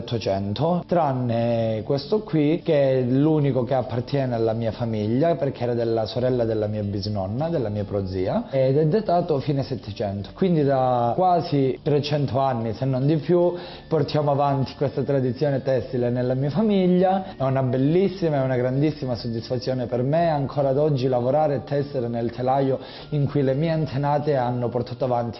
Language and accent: Italian; Girifalco, Calabria, Italy; i Girifalco sono San Rocco e la Madonna del Rosario, che è la nostra compatrona. In contrapposizione sull'altro troviamo il profano. In Calabria crediamo molto al malocchio